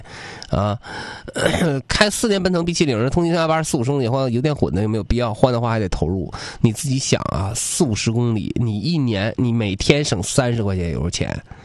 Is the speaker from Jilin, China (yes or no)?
yes; Liaoyuan, Jilin, China; now in Changchun, China; 看我们辽源，我们辽源东山顶上，那我出生的地方，我小时候我记得很清楚，我到辽源的时候，那很多小平房，很多人啊，很多很热闹的